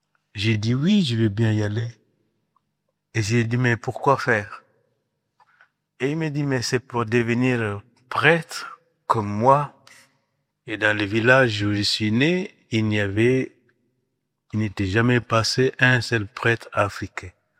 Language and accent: French; Guinea; Je suis de Guinée, en Afrique de l'Ouest. Je suis d'une famille chrétienne